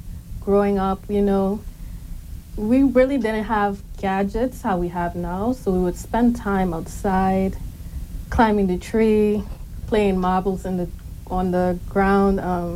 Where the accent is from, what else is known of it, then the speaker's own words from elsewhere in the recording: Turks & Caicos Islands; So I was born and raised in Grand Turk. I was born in the quarry.